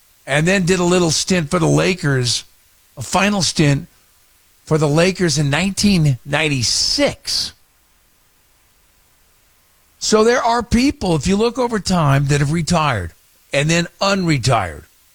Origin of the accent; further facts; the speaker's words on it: Sacramento, California, United States; Unless I'm rooting for the Kings because I'm from Sacramento, you know, but the idea that I would be somehow a Dodger or Ram fan in Northern California, people don't get it.